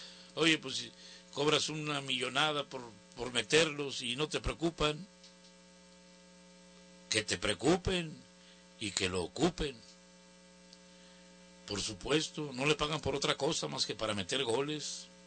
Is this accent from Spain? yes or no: no; Mexico; somos mexicanos, tenemos sangre mexica. Allá en el sur de la República deben tener, o nosotros tenemos sangre cucapá